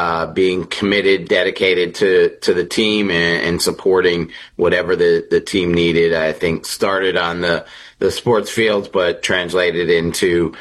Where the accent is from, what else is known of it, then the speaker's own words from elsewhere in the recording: New Haven, Connecticut, United States; I am from New Haven, Connecticut. I have one younger sister and I am the oldest.